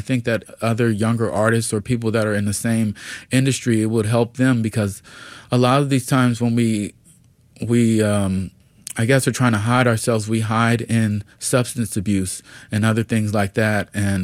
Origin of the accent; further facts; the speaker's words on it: Atlanta, Georgia, United States; I'm from Atlanta, Georgia.